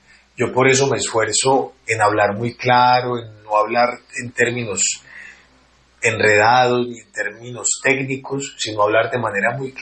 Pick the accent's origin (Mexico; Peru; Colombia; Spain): Colombia; acá somos muy colombianos. Entonces, acá les decimos peos.